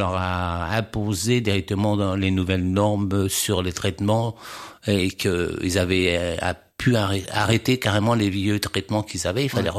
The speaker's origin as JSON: {"language": "French", "town": "Chartres", "region": "Centre-Val de Loire", "country": "France", "said": "Oui, je suis originaire de Chartres."}